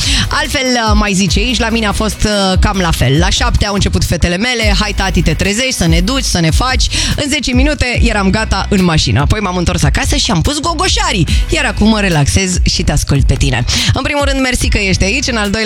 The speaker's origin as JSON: {"language": "Romanian", "region": "Transylvania", "country": "Romania", "said": "sunt ardeleancă"}